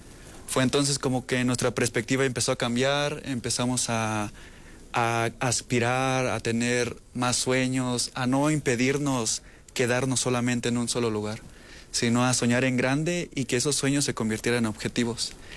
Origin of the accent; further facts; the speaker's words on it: Mexico; Y en lo particular a mí me gustaría ir a conocer como militar mexicano, Estados Unidos, otros lados